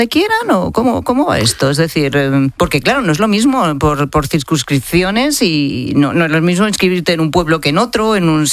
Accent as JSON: {"language": "Spanish", "country": "Spain", "said": "yo soy española"}